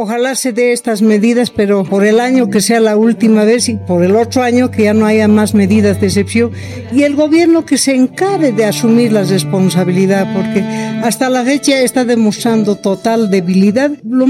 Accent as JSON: {"language": "Spanish", "country": "Bolivia"}